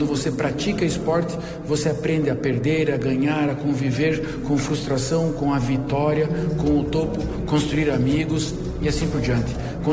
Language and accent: Portuguese; Herval d'Oeste, Santa Catarina, Brazil; nós somos nascidos em Ervaldo Oeste, estudamos em Ervaldo Oeste